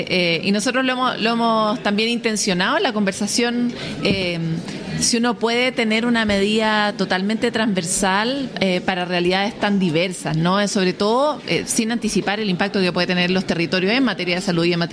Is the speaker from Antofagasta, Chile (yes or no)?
no; Santiago, Santiago Metropolitan Region, Chile; yo como buena santiaguina